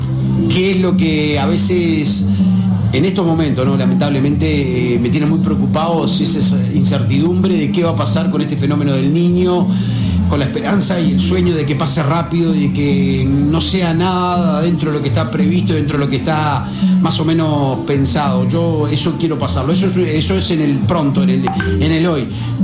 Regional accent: Río Branco, Cerro Largo, Uruguay; en realidad es mi pueblo, es mi, obviamente que es mi tierra, es donde hice mis primeros pasos.

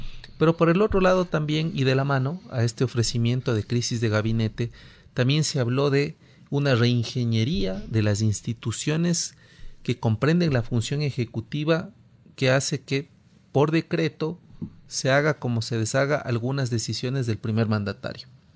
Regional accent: Ecuador; como ecuatorianos y ecuatorianas.

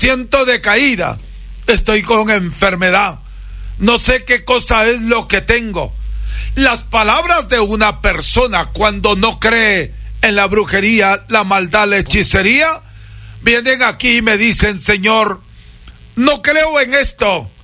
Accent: Peru; now in Ecuador; yo soy peruano y tengo aquí cerca de 28 años.

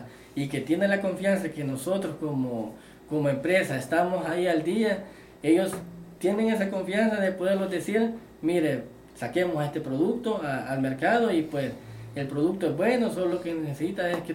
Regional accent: El Salvador; yo siento que como salvadoreños y agricultores que tenemos en el campo

